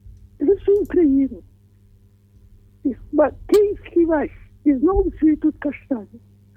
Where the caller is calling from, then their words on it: Lviv, Lviv Oblast, Ukraine; Я з Львову дзвоню